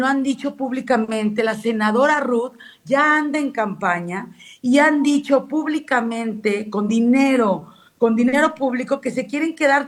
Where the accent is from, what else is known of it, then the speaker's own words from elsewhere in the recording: San Luis Potosí, Mexico; yo soy potosina